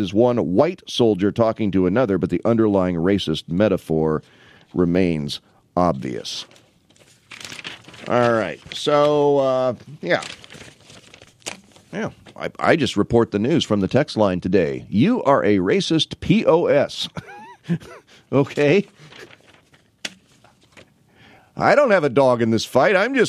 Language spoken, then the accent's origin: English; the South, United States; I grew up in the South. I know what these racist dog whistles mean.